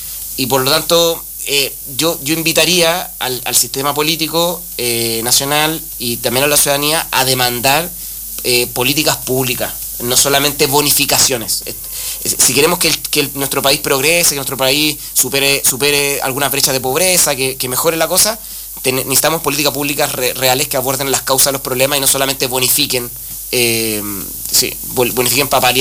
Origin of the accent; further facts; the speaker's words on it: Chile; como chilenas y chilenos